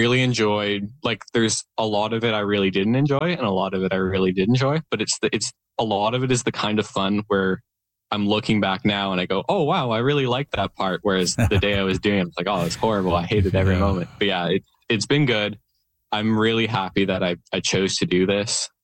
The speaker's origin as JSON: {"language": "English", "town": "Victoria", "region": "British Columbia", "country": "Canada", "tie": "born or raised there", "moved": "as an adult", "lives_now": "Halifax, Canada", "said": "I graduated in Victoria, I grew up in Victoria, but I'm going to university in Halifax"}